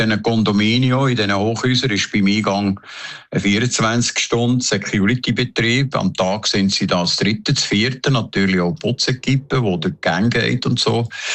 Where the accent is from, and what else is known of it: Zurich, Switzerland